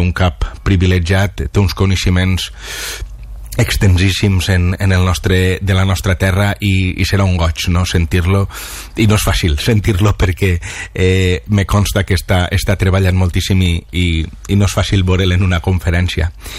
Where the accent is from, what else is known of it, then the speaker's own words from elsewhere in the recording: Nules, Valencian Community, Spain; per als que som de Nules